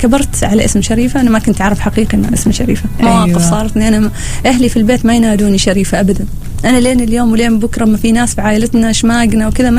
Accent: Oman; احنا عندنا في عمان كم صاله

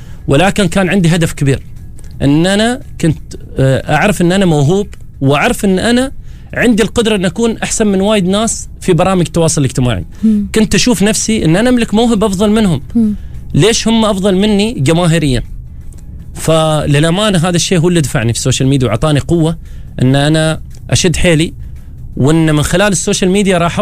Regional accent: Qatar; also born or lived in Oman; فبعد ما انتقلوا من السعودية إلى عمان المصنعة أنا الوحيد اللي كنت مواليد عمان. يعني أنا انولدت في عمان، من بعد ما انولدت في عمان عشت فيها فترة بسيطة، انتقلت مع الوالد، والد كان يشتغل في الخليج

